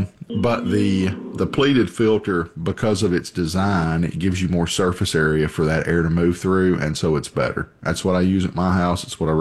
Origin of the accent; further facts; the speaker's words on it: Tennessee, United States; I grew up in Tennessee. I've lived here all my life.